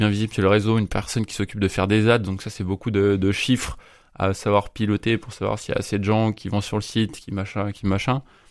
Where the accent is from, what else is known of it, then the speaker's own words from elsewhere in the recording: Brittany, France; c'est-à-dire que j'ai grandi dans les Côtes d'Armor et maintenant j'ai fait mes études en Ille-et-Vilaine, enfin à Rennes.